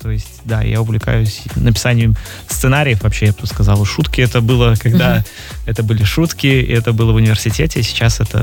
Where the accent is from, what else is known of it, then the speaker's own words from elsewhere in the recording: Liozna, Vitebsk Region, Belarus; now in Minsk, Belarus; я сам вообще из Лиозна, это возле Витебска.